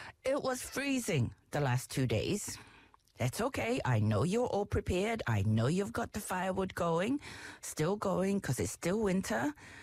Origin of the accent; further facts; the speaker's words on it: Samoa; moved away; I grew up in Samoa, and we had 2AB, our one radio station